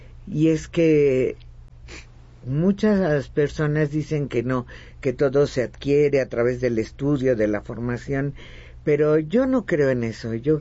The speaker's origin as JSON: {"language": "Spanish", "country": "Mexico", "said": "¿Cómo hablan de nuestros sentimientos como mexicanos? ¿Cómo nos llegan al corazón?"}